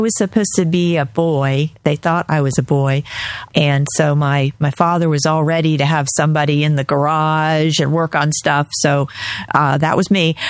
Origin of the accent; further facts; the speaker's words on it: St. Pete Beach, Florida, United States; I grew up on St. Pete Beach